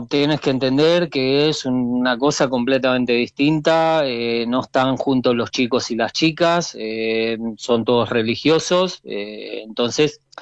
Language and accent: Spanish; Buenos Aires, Argentina; moved away as an adult; also born or lived in Italy; Tengo 50 años, no jugué en la Madrid, soy hincha de la Madrid porque soy del barrio de Devoto.